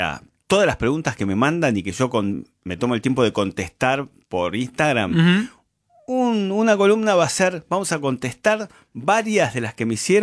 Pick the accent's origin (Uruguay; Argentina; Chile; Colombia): Argentina; Buenos Aires; born there